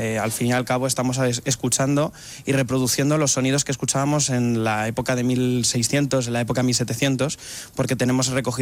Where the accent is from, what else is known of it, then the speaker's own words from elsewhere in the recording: Fuente el Saz, Community of Madrid, Spain; Luego ya conseguí subir al campanario de mi pueblo, en Fuente el Sad, que también es diócesis de Alcalá de Henares y está a unos 20 kilómetros de aquí